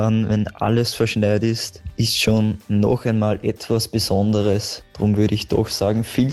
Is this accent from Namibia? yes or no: no; Lower Austria, Austria; Also bei uns im Mostviertel ist das natürlich wunderschön